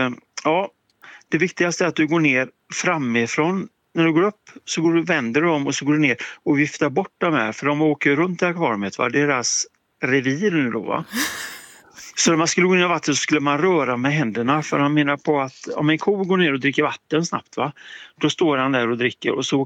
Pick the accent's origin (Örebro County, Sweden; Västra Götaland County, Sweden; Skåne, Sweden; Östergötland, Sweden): Västra Götaland County, Sweden; Orust; jag är uppvuxen på Orust på sommarställe, vet du.